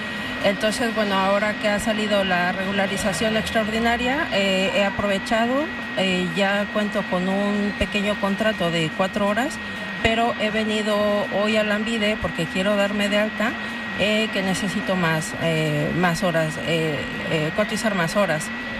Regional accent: Mexico; also born or lived in Guadalajara / Tijuana; Soy de México.

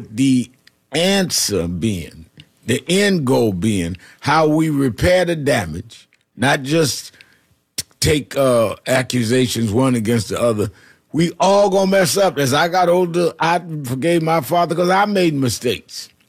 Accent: New York City, New York, United States; also born or lived in Brooklyn; when I was born in Brooklyn, my parents owned the house we first lived in. It was a four-family house. Moved to Hollis, Queens, big house.

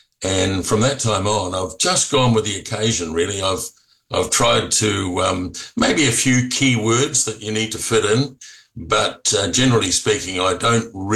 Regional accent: New Zealand; even though I'm a Kiwi. Right. I'm brought up in New Zealand and obviously support the All Blacks.

